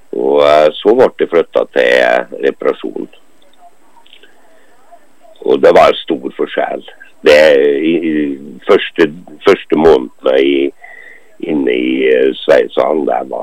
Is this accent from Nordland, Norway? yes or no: no; Innlandet, Norway; moved away as an adult; Jeg kommer fra Gudbrandsdalen.